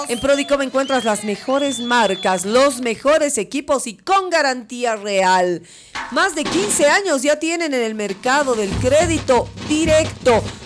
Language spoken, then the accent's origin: Spanish; Santa Cruz de la Sierra, Santa Cruz, Bolivia; born there; En el caso nuestro, nosotros hemos nacido en Santa Cruz.